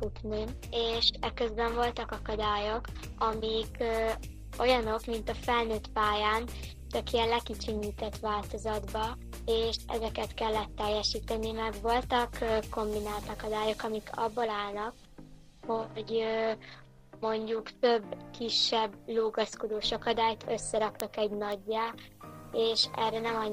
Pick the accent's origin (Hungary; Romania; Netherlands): Hungary; Magyarországról jöttünk